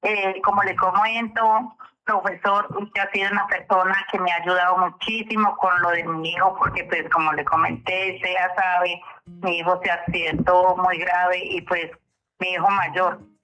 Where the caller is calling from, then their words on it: Casabianca, Tolima, Colombia; Habla con … acá de Casabianca, Tolima.